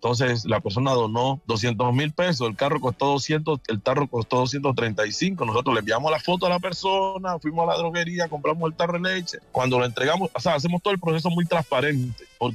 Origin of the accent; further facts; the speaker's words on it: Villarrica, Cauca, Colombia; now in Jamundí, Colombia; Pues yo vivo en Jamundí, hemos sentido esa necesidad del pueblo. Pues yo soy nativo de Villarrica, Cauca, y nos han criado con esas bases de ayudar